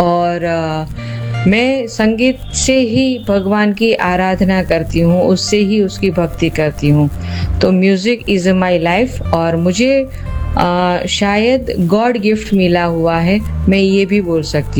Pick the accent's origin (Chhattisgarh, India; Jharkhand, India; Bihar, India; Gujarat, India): Gujarat, India; Surat; मैं सूरत गुजरात से हूँ।